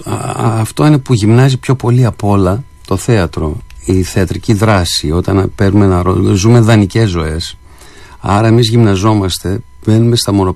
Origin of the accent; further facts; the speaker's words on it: Greece; Είναι αυτή η ταυτότητα που έχουμε χάσει σαν Έλληνες